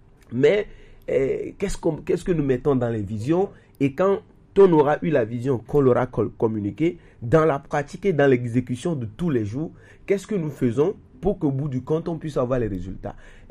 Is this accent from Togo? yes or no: yes; Togo